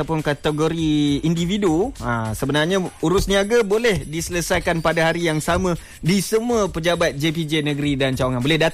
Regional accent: Johor, Malaysia; Saya bangga jadi anak Jati Johor.

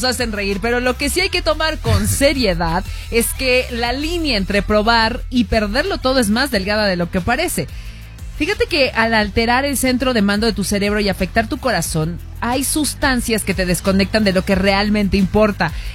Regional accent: Mexico; uno como mexicano le busca hasta donde no es

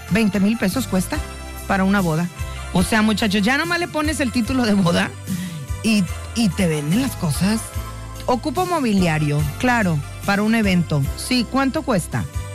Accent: Ciudad Valles, San Luis Potosí, Mexico; Porque yo soy de Valles, pero estudié en Ciudad Mante. Pero crecí. No es cierto. No, yo soy de Ciudad Valles. Siempre voy a ser de Ciudad Valles.

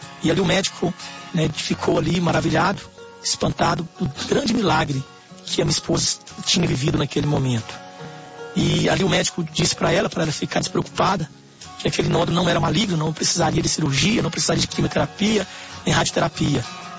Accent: Belo Horizonte, Minas Gerais, Brazil; Eu sou da cidade de Belo Horizonte, pertenço à Igreja Pentecostal Deus e Amor.

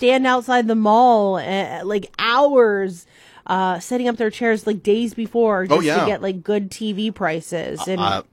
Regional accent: Ohio, United States; But growing up in Ohio

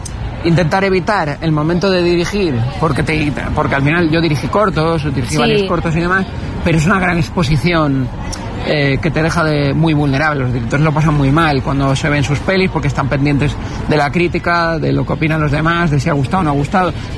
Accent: Canary Islands, Spain; born there; Porque yo nací en Canarias, tú eres canario.

